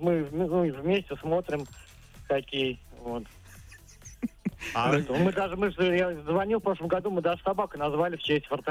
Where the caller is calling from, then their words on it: Samara, Samara Oblast, Russia; мы все оба из Самары